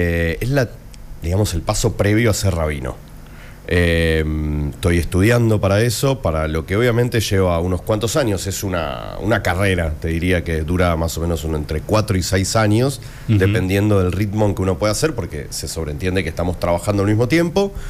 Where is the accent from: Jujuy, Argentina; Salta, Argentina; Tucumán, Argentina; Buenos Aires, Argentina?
Buenos Aires, Argentina; born there; moved away as an adult; also born or lived in Centeno, Santa Fe, Argentina / San Juan, Argentina; now in Córdoba, Argentina; Nací en Santa Fe, en un pueblo muy chiquito, de 2.000 habitantes, en Centeno se llama. De ahí nací prácticamente nada más y me estuve viviendo en Buenos Aires casi toda mi vida, 34 años. Y después la pandemia nos dejó varados a mí y a mi familia en San Juan. Y ahí estuvimos unos 6 años hasta que hace un año y unos meses